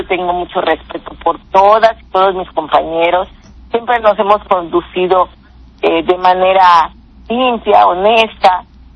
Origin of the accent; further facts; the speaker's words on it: Guerrero, Mexico; las y los guerrerenses pues tenemos en nuestra sangre pues esa resiliencia de trabajar todos los días también por nuestro pueblo